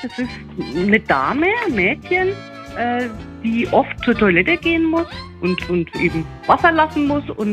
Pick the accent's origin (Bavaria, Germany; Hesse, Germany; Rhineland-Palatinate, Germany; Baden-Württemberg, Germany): Bavaria, Germany; Bamberg; Jawohl, bin ich waschecht, geboren und aufgewachsen, schon immer in Bamberg.